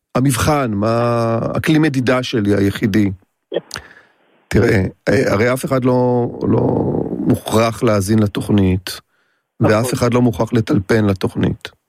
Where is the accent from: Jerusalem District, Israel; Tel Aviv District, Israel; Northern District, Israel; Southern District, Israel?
Tel Aviv District, Israel; Herzliya; כששואלים אותי מאיפה אני אומר, מהרצליה.